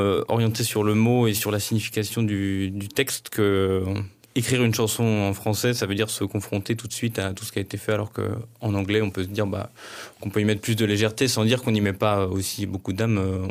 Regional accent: Lannion, Brittany, France; Je suis de Lannion.

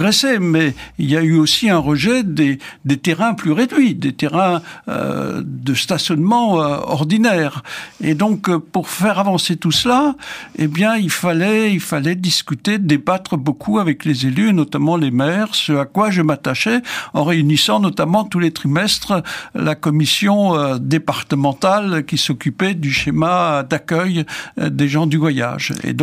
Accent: Grand Est, France; Enfin, chez nous en Alsacien, on appelait ça un tziguiner

